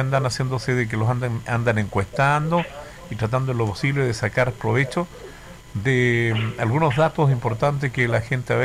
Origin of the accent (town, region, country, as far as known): Chile